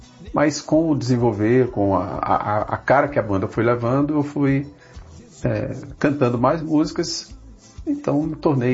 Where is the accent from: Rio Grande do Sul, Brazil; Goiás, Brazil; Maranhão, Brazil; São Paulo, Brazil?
Maranhão, Brazil; moved away; como eu venho do Maranhão, e eu morei grande parte no interior do Maranhão, então a gente convivia com o rio, com as dificuldades, com o sertanejo.